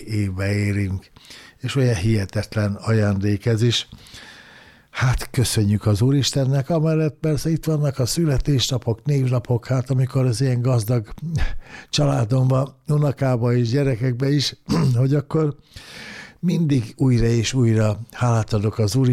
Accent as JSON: {"language": "Hungarian", "country": "Hungary", "tie": "born or raised there", "said": "itt vannak a gyerekeim, az unokáim, és itt éltem el az egész életemet, itt a Duna mellett"}